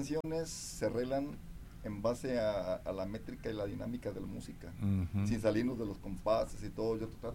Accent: Francisco I. Madero, Nayarit, Mexico; de otras partes de Francisco y Madero, de mi pueblo.

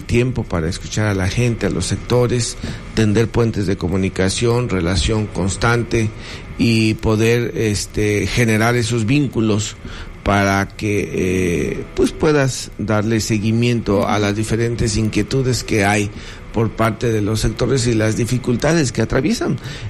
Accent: Mexico; porque lo que nos corresponde como mexicanos y mexicanos, pues es un tema de la vida pública y de la vida política de esta nación

